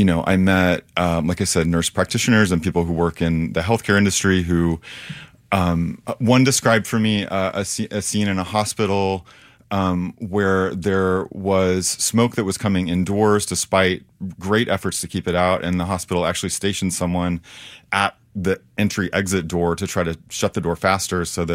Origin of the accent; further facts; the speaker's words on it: Great Plains, United States; now in Oregon, United States; So I'm fairly new to Oregon and to this region. I moved from the East Coast a couple years ago. I grew up in the Great Plains.